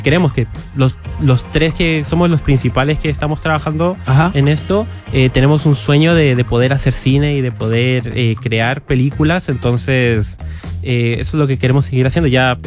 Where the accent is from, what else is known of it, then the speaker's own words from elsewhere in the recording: Costa Rica; moved away as an adult; also born or lived in Chile; yo nací en Chile. Ajá. Pero yo viví toda mi vida en Costa Rica.